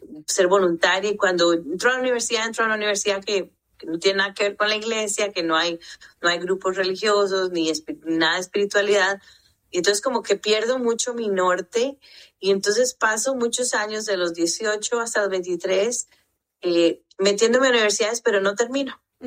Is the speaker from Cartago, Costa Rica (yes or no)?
no; San José, Costa Rica; born or raised there; moved away